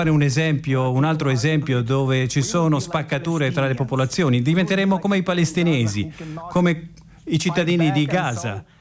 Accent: Ukraine

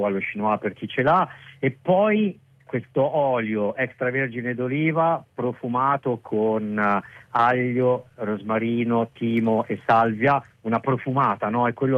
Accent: Milan, Lombardy, Italy; born there; io sono nato a Milano

